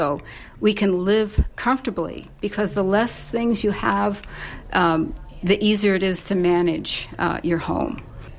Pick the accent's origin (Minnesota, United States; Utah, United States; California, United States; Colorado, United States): Minnesota, United States; Hackensack; I'm from Hackensack, Minnesota.